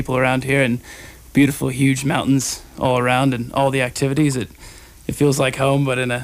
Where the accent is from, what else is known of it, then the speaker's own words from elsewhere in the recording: Queenstown, Otago, New Zealand; now in Canada; I'm coming from Queenstown, New Zealand, which is quite mountainous and lovely.